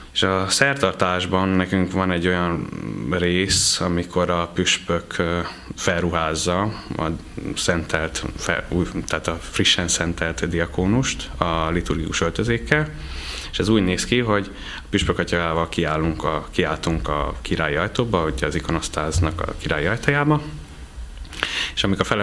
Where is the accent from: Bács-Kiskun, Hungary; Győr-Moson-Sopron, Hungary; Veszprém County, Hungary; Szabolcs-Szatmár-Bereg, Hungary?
Szabolcs-Szatmár-Bereg, Hungary; Nyíregyháza; ott születtem, tehát Nyíregyháza Borbányán volt a diakónus szentelés